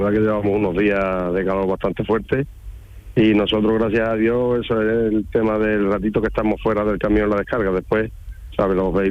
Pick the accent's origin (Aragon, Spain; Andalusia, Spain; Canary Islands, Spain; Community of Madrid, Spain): Andalusia, Spain; San Bartolomé de la Torre; Pero yo soy de San Bartolomé, de la Torre.